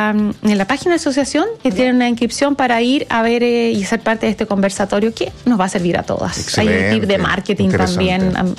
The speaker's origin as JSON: {"language": "Spanish", "town": "Valdivia", "region": "Los Ríos", "country": "Chile", "tie": "born or raised there", "said": "Yo creo que el plus aquí es que en Valdivia, que es mi ciudad, yo nací en Valdivia, mi familia es de allá"}